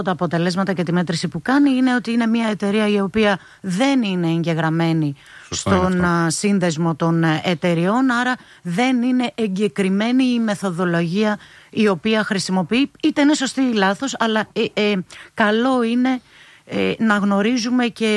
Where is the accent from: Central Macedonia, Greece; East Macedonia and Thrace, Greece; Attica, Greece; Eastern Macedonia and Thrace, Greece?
East Macedonia and Thrace, Greece; και στα μέρη μου πάνω στον Εύρο το χρησιμοποιούμε πολύ πιο καλά.